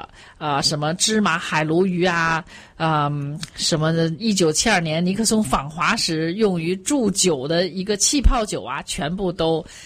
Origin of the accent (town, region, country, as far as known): China